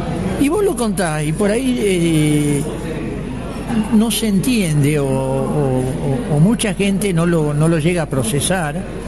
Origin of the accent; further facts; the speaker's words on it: General Villegas, Buenos Aires Province, Argentina; Yo, que trabajo en Buenos Aires en la actualidad, por ahí algún pasajero me pregunta, ¿de dónde sos? Y digo, de General Villegas